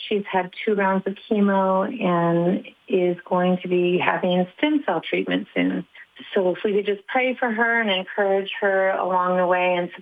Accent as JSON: {"language": "English", "region": "South Dakota", "country": "United States", "tie": "born or raised there", "said": "I grew up in the Gregory County area, and I am now back part-time at my farm"}